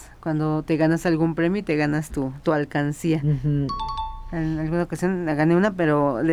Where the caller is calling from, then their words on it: Magdalena Contreras, Mexico City, Mexico; de Magdalena Contreras.